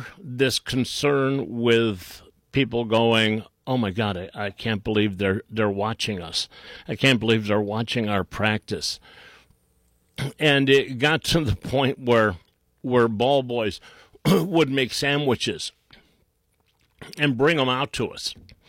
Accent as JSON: {"language": "English", "region": "Ohio", "country": "United States", "said": "maybe it was because I'm from Northeast Ohio."}